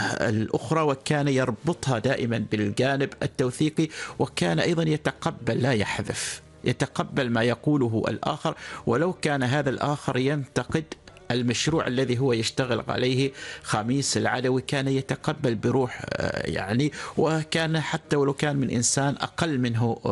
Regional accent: Oman; وأيضا لها شيء من الأهمية من جهة ثانية فيما يتعلق بالتفكير الديني عندنا في عمان.

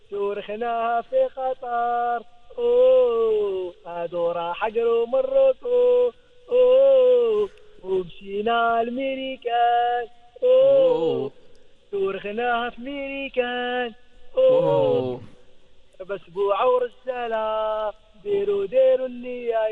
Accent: Casablanca, Casablanca-Settat, Morocco; من كازابلانكا.

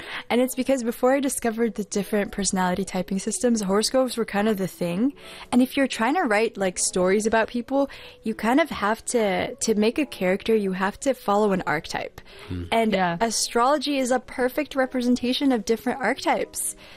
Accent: Philippines; we are Filipino.

